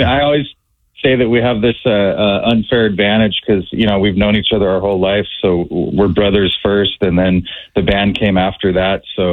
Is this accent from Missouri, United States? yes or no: no; Kona, Hawaii, United States; moved away as an adult; also born or lived in San Diego; it's the second place we ever lived, after being born and raised in Kona.